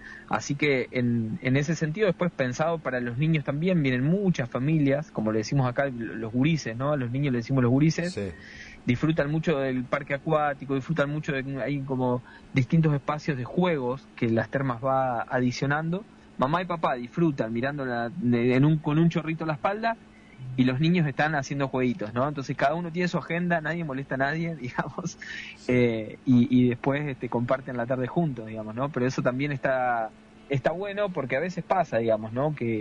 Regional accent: Argentina; Somos argentinos

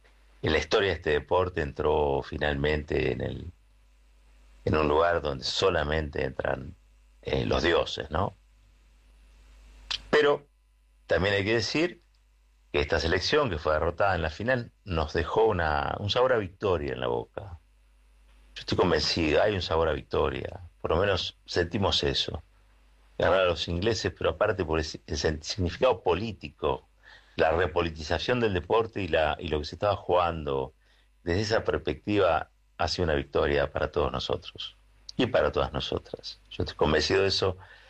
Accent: Argentina; Somos argentinas y argentinos

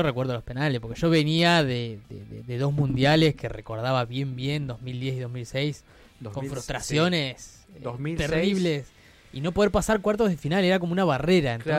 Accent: Argentina; como argentinos nosotros siempre entramos a un mundial

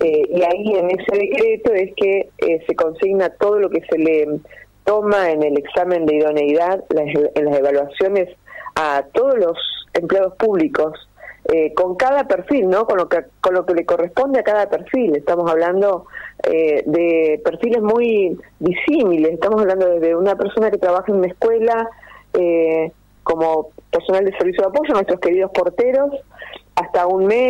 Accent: General Roca, Río Negro, Argentina; moved away; Yo soy de Roca, exactamente.

